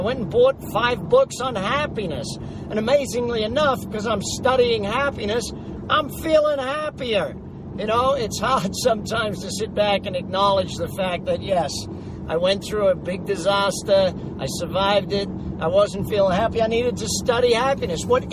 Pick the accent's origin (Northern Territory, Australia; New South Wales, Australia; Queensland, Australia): Queensland, Australia; Brisbane; Brisbane City Town Hall, my hometown in Australia.